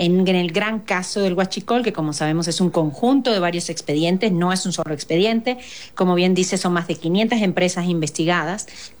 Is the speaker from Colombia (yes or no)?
no; Cuba; now in Mexico; porque yo pues nací en Cuba y es parte del discurso con el que yo crecí, de este antiimperialismo muy arraigado